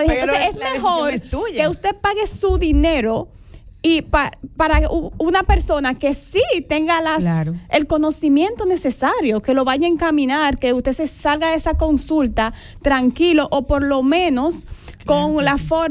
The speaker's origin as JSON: {"language": "Spanish", "country": "Dominican Republic", "said": "nosotros como dominicanos"}